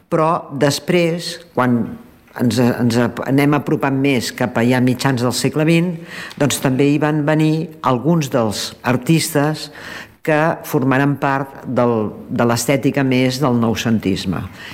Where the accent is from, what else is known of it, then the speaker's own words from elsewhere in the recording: Esplugues de Llobregat, Catalonia, Spain; permet tant a gent que som d'Esplugues com d'altres indrets, arribar aquí